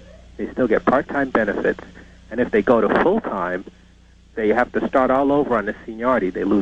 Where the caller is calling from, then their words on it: Florida, United States; In South Florida.